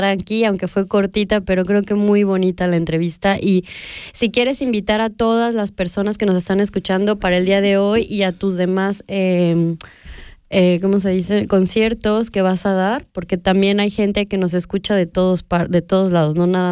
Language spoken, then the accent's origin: Spanish; Mexico; yo no soy de Colombia, soy mexicana